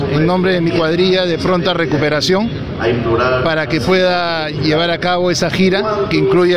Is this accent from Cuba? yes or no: no; Peru